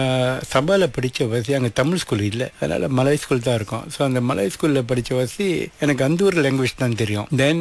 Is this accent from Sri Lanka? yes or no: no; Sabah, Malaysia; நான் பிறந்து வளர்ந்ததெல்லாம் சபா, அம்ம சபஹான்.